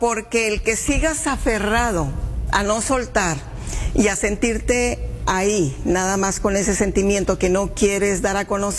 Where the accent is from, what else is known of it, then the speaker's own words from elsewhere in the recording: Coahuila, Mexico; also born or lived in Tamaulipas; now in Piedras Negras, Mexico; Llegamos muy chicos a Coahuila, entonces nuestra tierra prácticamente pues es Coahuila.